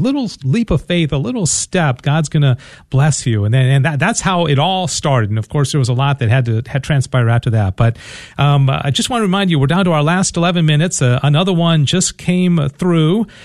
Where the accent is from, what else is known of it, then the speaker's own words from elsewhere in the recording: Dallas, Texas, United States; I'm from Dallas, and we're trying to get a station.